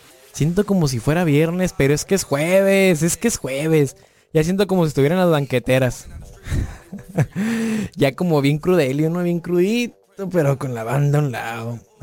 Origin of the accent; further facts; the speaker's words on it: Ensenada, Baja California, Mexico; Los que como ensenadenses sabemos